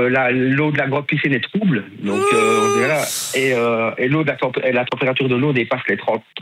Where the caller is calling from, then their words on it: Rendeux, Wallonia, Belgium; Je viens de Randeux.